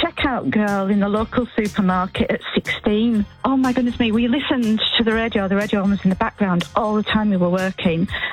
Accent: Keighley, Yorkshire and the Humber, United Kingdom; moved away as an adult; also born or lived in Dundee; now in Essex, United Kingdom; So, I was born in Dundee, the amazing city there, but I was brought up in Keighley in West Yorkshire, which is very close to Howarth and the Bronte sisters. So I had an amazing upbringing living in that area.

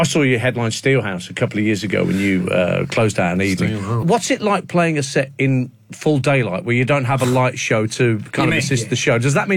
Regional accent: Birmingham, West Midlands, United Kingdom; as a Brummie myself.

